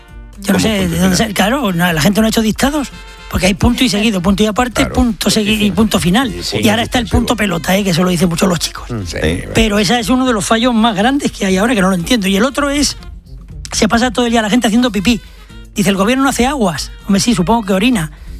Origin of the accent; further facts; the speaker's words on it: Lorca, Region of Murcia, Spain; a mí también me gusta, cuando vengo de Lorca muchas veces digo me se, pero la academia ahí pone freno.